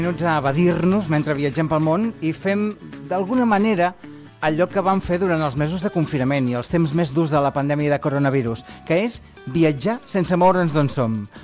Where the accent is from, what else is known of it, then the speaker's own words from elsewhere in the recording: Gironella, Catalonia, Spain; al meu poble, que és Gironella